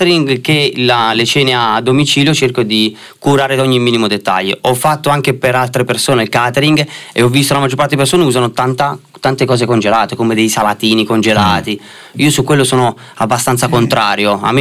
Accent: Naples, Campania, Italy; moved away; sono nato e cresciuto a Napoli, poi ci siamo trasferiti qua nel 2003, e quindi dietro mi porto sempre la mia terra, ovviamente.

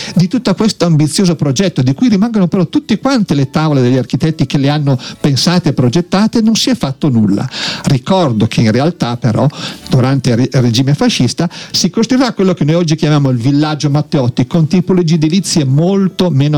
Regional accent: Cislago, Lombardy, Italy; io che vengo da Cislago

